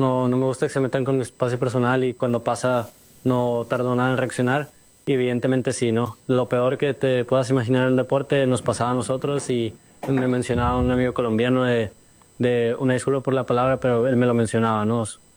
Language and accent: Spanish; Mexico; somos mexicanos y no por eso vamos a ser menos ni nada, que somos muy orgullosos de donde somos